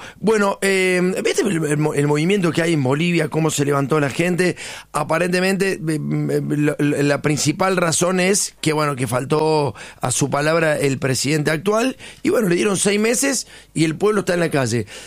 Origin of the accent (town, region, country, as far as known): Argentina